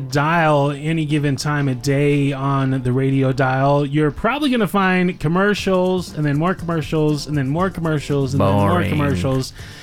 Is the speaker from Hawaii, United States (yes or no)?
no; Utah, United States; early 90s as a teenager growing up in Utah